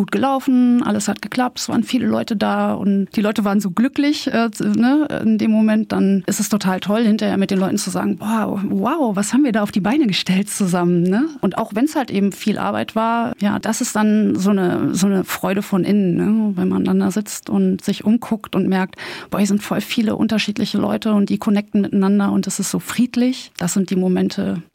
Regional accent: North Rhine-Westphalia, Germany; born or raised there

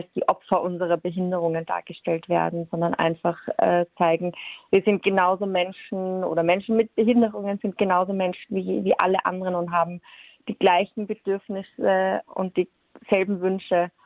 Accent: Vienna, Austria; accent: Viennese

